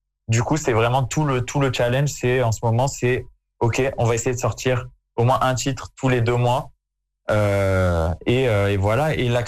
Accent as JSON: {"language": "French", "country": "France", "said": "je me sens plus dans l'éducation marocain que français, mais je suis français et je suis très fier d'être des deux. Mais c'est vrai que j'ai vraiment grandi avec cette culture-là"}